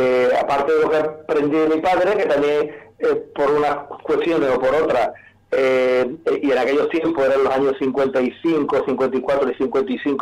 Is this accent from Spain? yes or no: yes; La Luisiana, Andalusia, Spain; Y eso, nací aquí en la Luisiana. Mi madre, bueno, pues de aquí también, de la Luisiana